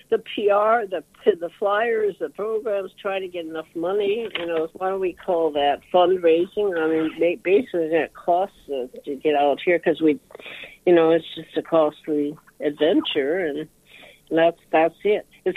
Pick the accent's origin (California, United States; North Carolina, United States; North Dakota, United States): North Dakota, United States; Minot; And I'm originally centuries ago from North Dakota, so I was born here in Minot.